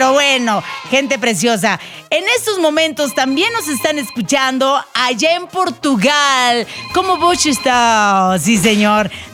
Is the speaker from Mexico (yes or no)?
yes; Mazatlán, Sinaloa, Mexico; desde Mazatlán, Sinaloa, mi tierra, llegan mis paisanos